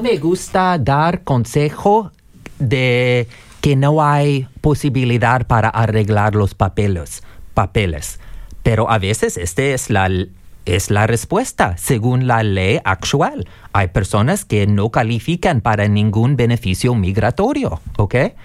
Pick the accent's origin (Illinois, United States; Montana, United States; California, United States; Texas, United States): Illinois, United States; Chicago; moved away as an adult; now in Ohio, United States; Yo crecí en Chicago. Mis padres son de Chicago, you know, son inmigrantes